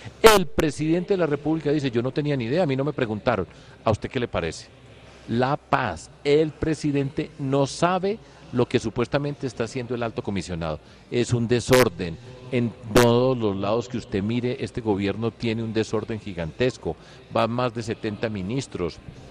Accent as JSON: {"language": "Spanish", "town": "Medellín", "region": "Antioquia", "country": "Colombia", "said": "todos los que somos de Medellín"}